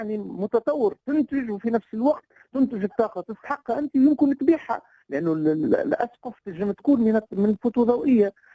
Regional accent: Tunisia; راهو كان عندنا في تونس في ال 20 سنه التالية كانت موجود

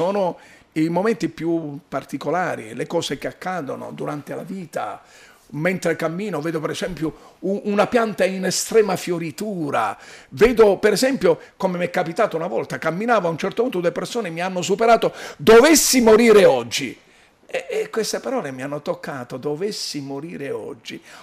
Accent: Sicily, Italy; Mare, sono siciliano quindi il mare.

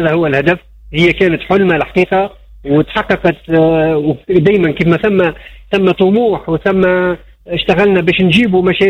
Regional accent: Tunisia; المساهمة متاعنا كتونسيين

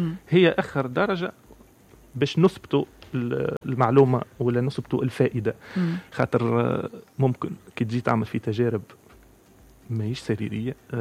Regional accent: Tunisia; وعندنا في تونس

